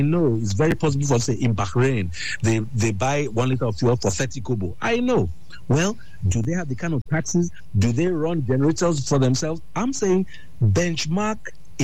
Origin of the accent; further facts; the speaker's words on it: Nigeria; as a Nigerian